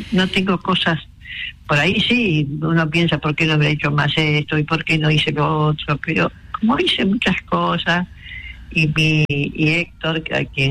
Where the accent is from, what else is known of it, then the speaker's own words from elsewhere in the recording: Villa Ballester, Buenos Aires Province, Argentina; Yo soy de Villa Ballester.